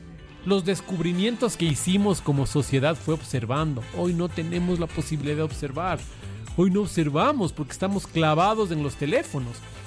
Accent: Quito, Pichincha, Ecuador; Yo como quiteño era encantado, encantado.

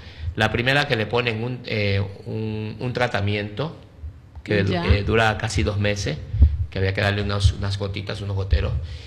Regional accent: Ecuador; now in Mallorca, Spain; yo soy adoptado, ya, adoptado en ya. España, porque mi tierra es Ecuador.

